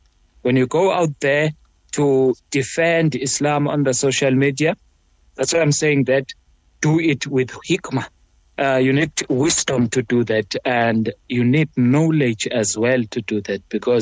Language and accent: English; South Africa; as the South African social media community that is Muslim